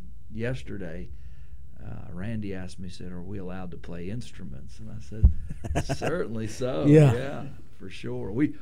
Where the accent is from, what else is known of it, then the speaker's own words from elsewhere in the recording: Arkansas, United States; moved away; So if I go back home to Arkansas, where I'm from